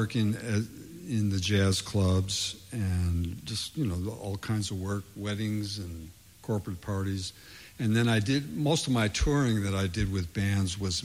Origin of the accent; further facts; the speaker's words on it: Evanston, Illinois, United States; Yeah, I grew up in Evanston.